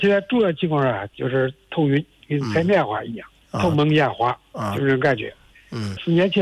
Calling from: Xingtai, Hebei, China; 河北邢台。

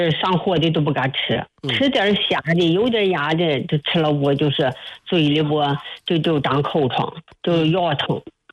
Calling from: Shijiazhuang, Hebei, China; 我是河北的，石家庄的。

